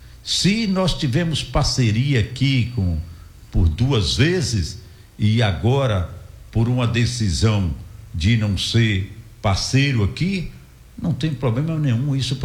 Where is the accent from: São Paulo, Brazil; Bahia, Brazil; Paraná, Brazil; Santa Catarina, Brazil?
Bahia, Brazil; Guanambi; o povo da minha terra